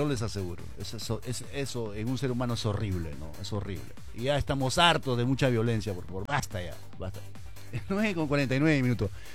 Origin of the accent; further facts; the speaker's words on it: Peru; nosotros cumplimos como peruanos